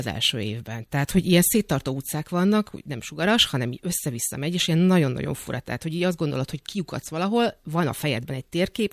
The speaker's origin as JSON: {"language": "Hungarian", "region": "Budapest", "country": "Hungary", "said": "vagyok vekerlei, hogy mi 3 évvel ezelőtt ugye mi egy utcával feljebb költöztünk, tehát mi gyakorlatilag kiköltöztünk Vekkerléről. Tehát én most már kispesti vagyok"}